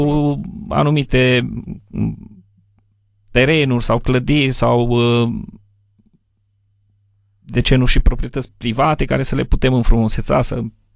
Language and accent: Romanian; Bobâlna, Cluj County, Romania; Noi, Bobâna, suntem parte din Ținutul Flutura Albastru, care zic eu că este cea mai domestică zonă din România